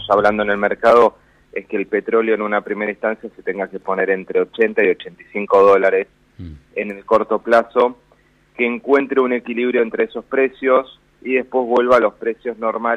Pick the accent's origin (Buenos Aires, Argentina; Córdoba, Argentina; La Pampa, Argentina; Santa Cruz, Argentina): Buenos Aires, Argentina; No, soy porteño, a veces me sale medio tonada, tengo familia salteña.